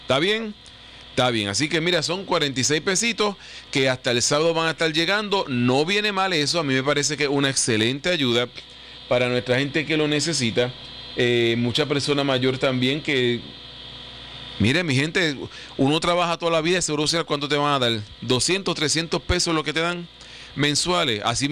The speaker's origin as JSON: {"language": "Spanish", "country": "Puerto Rico", "said": "yo no quiero ver a mi pueblo, a mi país, a mi gente con necesidades de alimentación"}